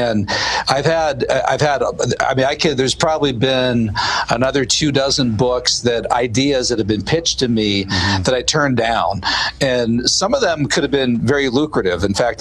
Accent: Butler, Pennsylvania, United States; I'm actually from Butler, Pennsylvania.

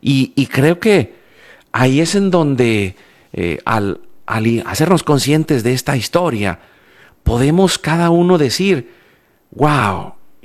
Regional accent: Veracruz, Mexico; also born or lived in Yucatán; Yo me crié en Veracruz, que es más o menos en el Golfo

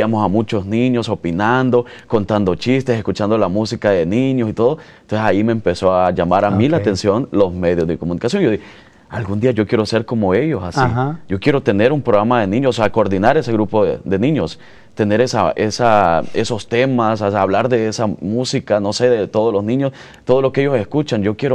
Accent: Nueva Concepción, Chalatenango, El Salvador; now in Alabama, United States; Soy originario de la Nueva Concepción, Chalatenango, en El Salvador

